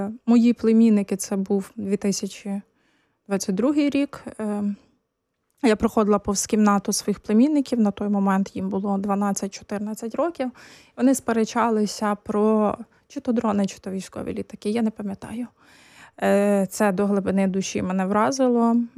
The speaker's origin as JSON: {"language": "Ukrainian", "region": "Ternopil Oblast", "country": "Ukraine", "tie": "born or raised there", "moved": "yes", "lives_now": "Poland", "said": "Я з Тернопільської області"}